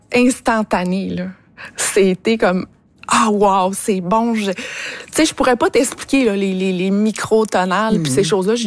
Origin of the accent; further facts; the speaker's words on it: Lac-Saint-Jean, Quebec, Canada; now in Cowansville, Canada; Moi, je viens du Lac-Saint-Jean, prime abord.